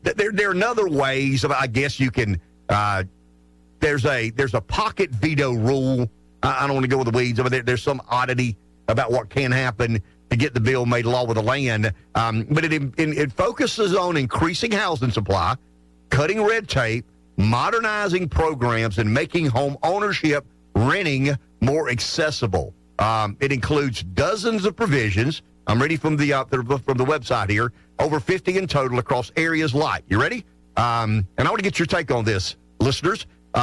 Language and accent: English; Pamplico, South Carolina, United States; but I'm calling it the housing bill because I'm from Pamplico and that's how we roll.